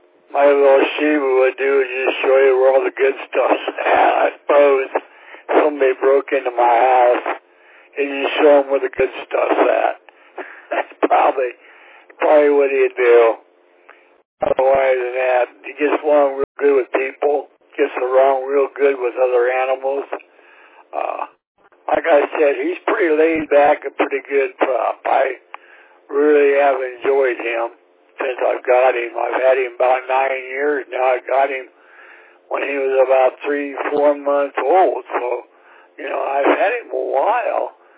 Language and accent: English; Lincoln, Nebraska, United States; And like I said, I'm from Lincoln, Nebraska.